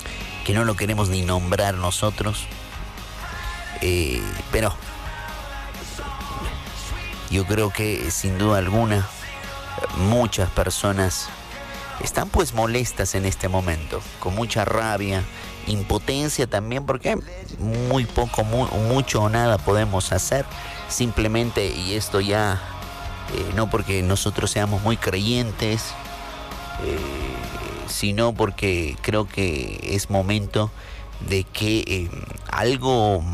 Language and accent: Spanish; Bolivia